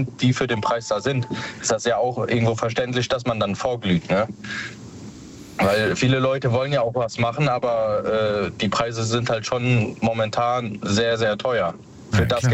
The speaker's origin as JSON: {"language": "German", "town": "Koblenz", "region": "Rhineland-Palatinate", "country": "Germany", "said": "Ich komme aus Rheinland-Pfalz, Koblenz."}